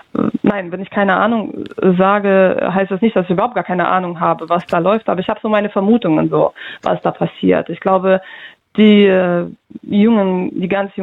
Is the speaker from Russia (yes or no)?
yes; Russia; German is a second language; now in Germany; ja, ich komme aus Russland, das ist denen egal, woher ich komme.